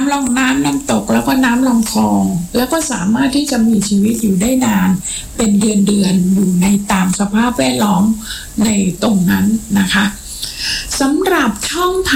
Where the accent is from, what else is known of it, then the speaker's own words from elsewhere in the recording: Chonburi, Thailand; เรามาจากชลบุรีนะเรามาจากถิ่นข้าวหลามนะ